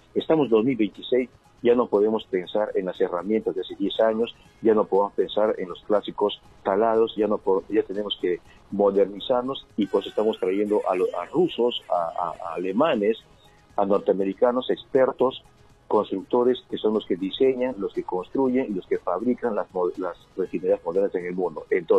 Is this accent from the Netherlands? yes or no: no; Pucallpa, Ucayali, Peru; desde Pucallpa de mi tierra